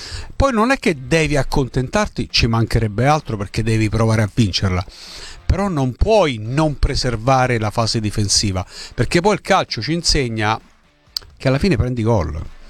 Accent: Abruzzo, Italy; io sono nato e cresciuto in Abruzzo, quindi già un po' diverso il discorso

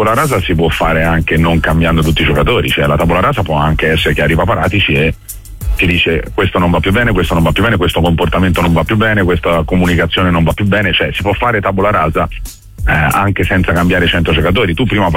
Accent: Florence, Tuscany, Italy; non noi come fiorentini, tutti, cioè noi siamo arretrati in generale

